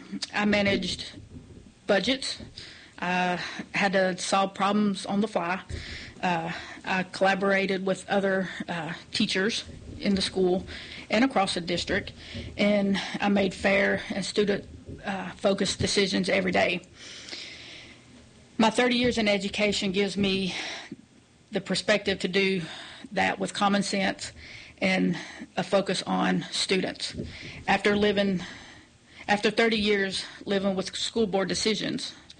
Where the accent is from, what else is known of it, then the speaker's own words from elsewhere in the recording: Tennessee, United States; Well, I was born and raised here in Wilson County. … I'm a product of Wilson County Schools.